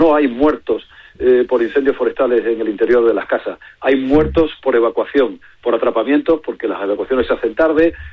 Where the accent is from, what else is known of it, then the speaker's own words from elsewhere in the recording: Cáceres, Extremadura, Spain; a los de mi tierra en Cáceres